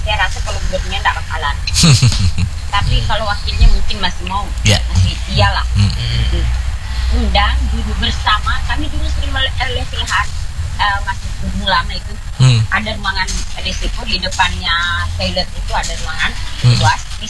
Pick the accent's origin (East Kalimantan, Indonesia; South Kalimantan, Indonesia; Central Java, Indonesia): East Kalimantan, Indonesia; Karena kami ini dari Kaltim ini bukan cuma satu suku